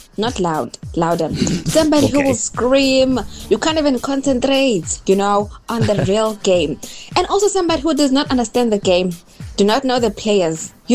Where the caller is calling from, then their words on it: Pietermaritzburg, KwaZulu-Natal, South Africa; from the Peter Maritzburg.